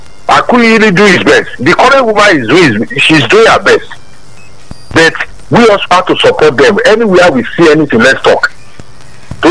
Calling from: Ogwa, Nigeria; I'm calling from Ogwa

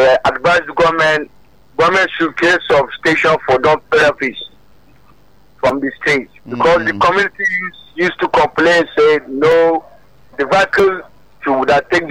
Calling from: Agege, Lagos, Nigeria; I'm calling from Agege.

